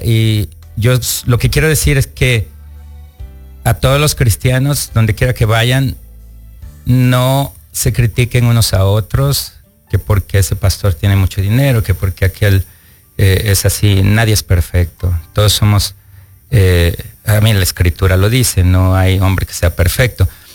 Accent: Mexico; now in Miami, United States; yo me crié en México

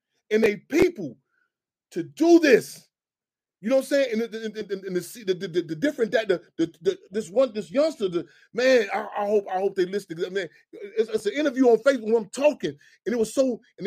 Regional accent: Chicago, Illinois, United States; I tell people one thing about, I'm so glad I grew up in Chicago. I'm so glad I grew up in this city structure.

